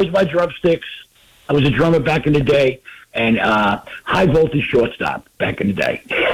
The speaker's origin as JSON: {"language": "English", "town": "Long Island", "region": "New York", "country": "United States", "lives_now": "Myrtle Beach, United States", "said": "I'm originally from Long Island. I'm in Myrtle Beach, North Myrtle Beach."}